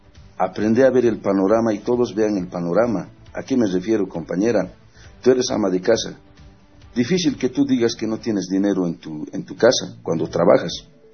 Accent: Bolivia; hemos entendido como pueblo boliviano

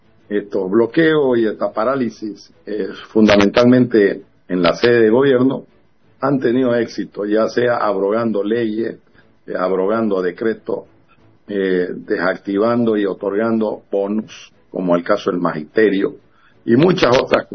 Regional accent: Santa Cruz, Bolivia; nosotros, los cruceños, nosotros los orientales

